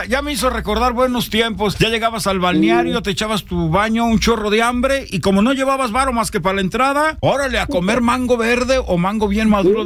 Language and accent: Spanish; Guadalajara, Jalisco, Mexico; moved away; Yo soy allá de San Chilo, bueno, de San Andrés. Viví ahí en San Isidro, toda esa zona.